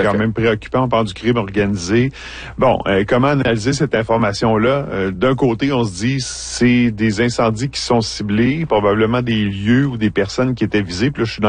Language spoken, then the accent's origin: French; Quebec, Canada; chez nous en Abitibi-Témiscamingue?